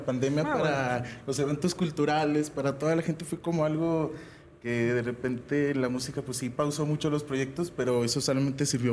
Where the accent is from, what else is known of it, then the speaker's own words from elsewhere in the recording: Villanueva, Zacatecas, Mexico; yo soy de Villanueva.